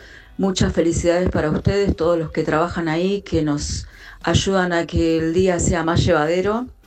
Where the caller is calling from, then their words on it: Tablada, Buenos Aires Province, Argentina; de Tablada.